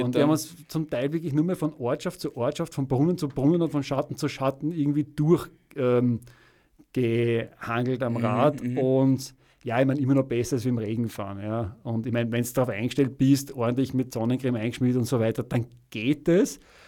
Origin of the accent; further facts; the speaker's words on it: Italy; was ich als Italiener immer sage.